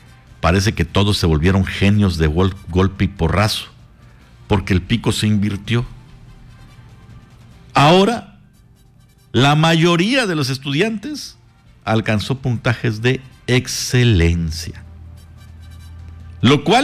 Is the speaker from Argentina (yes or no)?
no; Mexico; lo que somos como mexicanos